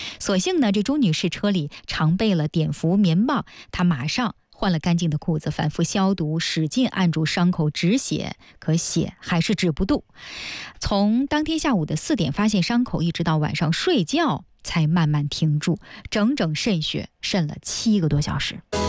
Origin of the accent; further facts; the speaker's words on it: Northeast China, China; moved away; 毕竟我是个东北人